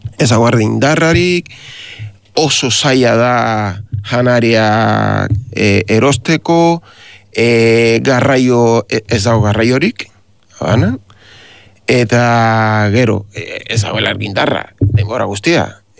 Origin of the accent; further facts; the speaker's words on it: Havana, Cuba; moved away as an adult; now in Spain; ni 50 urte ditut, jaio nintzen Kuban, noski, eta Habanan jaio nintzen, eta bueno, ni profesionala naiz, osea, Kuban ikasi dut nire, bueno, egin dut nire bizitza profesional osoa, eta Euskal Herrira etorri nintzen orain dela gutxi